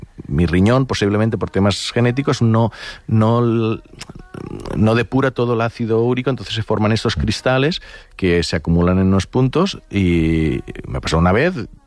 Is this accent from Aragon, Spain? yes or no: no; Catalonia, Spain; mira que soy del Delta del Ebre, hay mosquitos, sí.